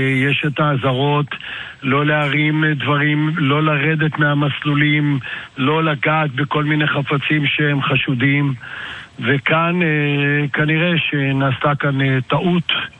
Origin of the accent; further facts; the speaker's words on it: Northern District, Israel; born there; הוא בגזרה הצפונית שלנו, פה נולדנו ופה גם נמשיך נגדל את הילדים ואת הנכדים שלנו.